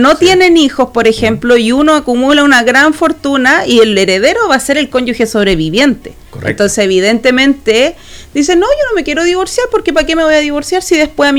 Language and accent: Spanish; Marchihue, O'Higgins, Chile; also born or lived in Santiago; now in Santa Cruz, Chile; yo crecí en Halcones, ahí en la comuna de Marchihue, y ahí me fui moviendo, como muchos provincianos, me fui a estudiar a Santiago, volví y acá estoy ya